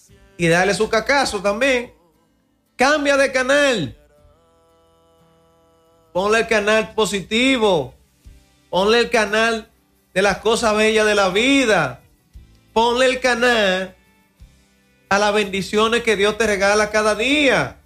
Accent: Dominican Republic; como diríamos en buen dominicano

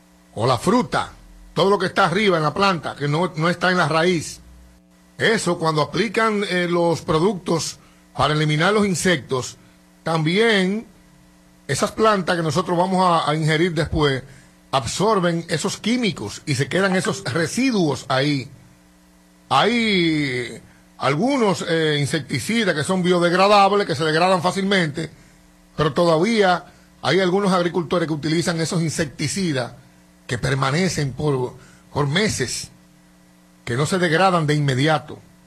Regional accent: Dominican Republic

